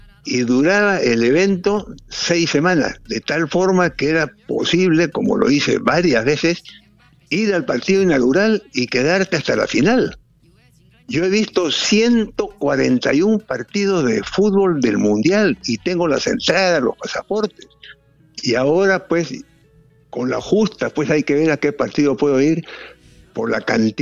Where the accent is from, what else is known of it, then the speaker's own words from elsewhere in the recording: Peru; yo soy del Perú.